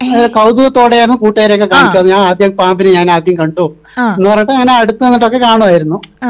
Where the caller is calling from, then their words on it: Melepokkanthodu, Kerala, India; മേലെപ്പോക്കാന്തോട്.